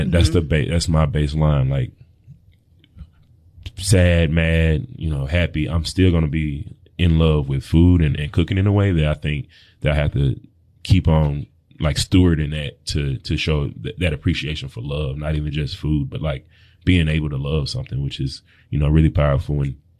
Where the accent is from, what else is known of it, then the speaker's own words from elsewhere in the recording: Tennessee, United States; being that, you know, we're in Tennessee and I grew up in Tennessee, you know, it's a landlocked state